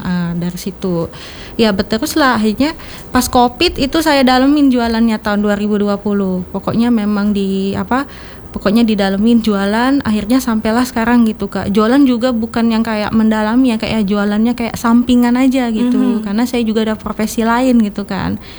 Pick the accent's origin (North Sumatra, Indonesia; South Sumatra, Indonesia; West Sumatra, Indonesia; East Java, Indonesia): South Sumatra, Indonesia; Palembang; perkenalkan dulu … saya owner Aku Kiss. Saya tinggal di Palembang, udah dari kecil gitu.